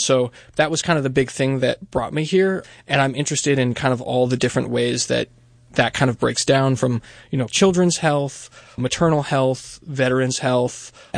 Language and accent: English; Ithaca, New York, United States; now in Syracuse, United States; I'm from upstate New York originally. I'm from Ithaca.